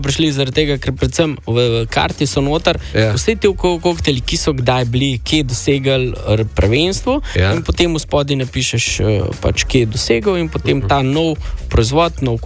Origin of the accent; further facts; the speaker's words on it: Mengeš, Central Slovenia, Slovenia; prihajam iz Mengša in veselje me je danes, da sem z vama tukaj.